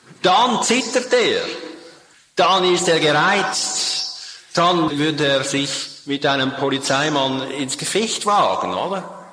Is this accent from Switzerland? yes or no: yes; Switzerland; Bei uns in der Schweiz darf man nur nach Alkoholisierung kontrollieren